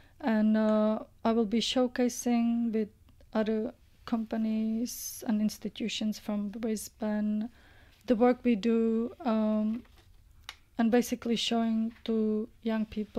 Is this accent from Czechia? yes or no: yes; Moravia, Czechia; born there; English is a second language; It's I was born in Moravia, which is part of the Czech Republic, or the former Czechoslovakia, as some might remember.